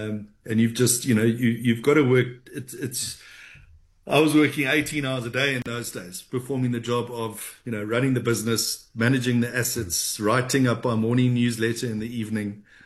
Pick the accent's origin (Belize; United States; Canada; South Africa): South Africa; Durban, KwaZulu-Natal; I grew up in Durban, and, you know, there the stock market's not really a big thing.